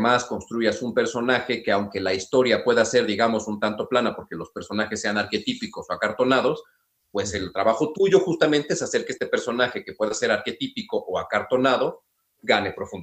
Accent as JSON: {"language": "Spanish", "country": "Mexico", "said": "Y pues somos mexicanos."}